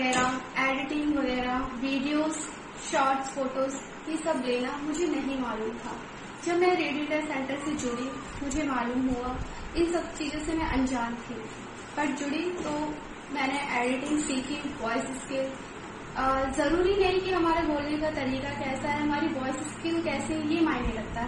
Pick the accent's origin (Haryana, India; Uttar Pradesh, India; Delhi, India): Delhi, India; और मैं दिल्ली से हूँ।